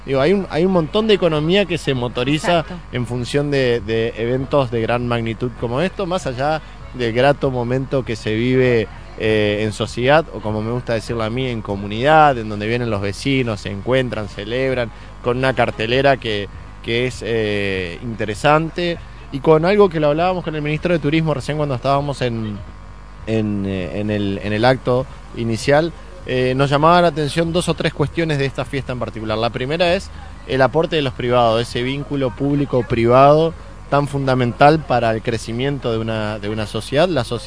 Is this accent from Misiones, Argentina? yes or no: no; Mocoretá, Corrientes, Argentina; soy casi que un curuzucuateño adoptivo en una disputa con mi pueblo mocretaense, pero lo cierto que tengo mi familia formada acá en Curuzú